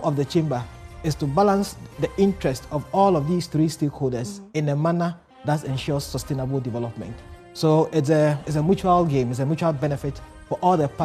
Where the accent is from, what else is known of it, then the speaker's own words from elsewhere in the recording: Ashanti, Ghana; my hometown, somewhere in the Ashanti region, where mining is happening